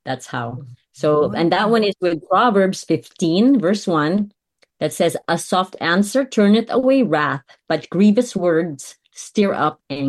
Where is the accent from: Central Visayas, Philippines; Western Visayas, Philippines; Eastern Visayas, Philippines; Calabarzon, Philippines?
Western Visayas, Philippines; Iloilo City; I'm from a very loud family, like I'm from Iloilo, and my mom's side, they're all very loud.